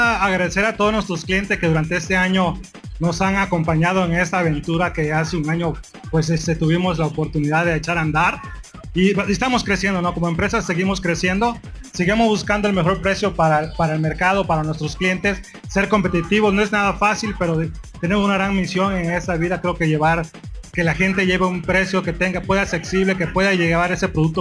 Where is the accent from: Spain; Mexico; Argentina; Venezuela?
Mexico; Chiapas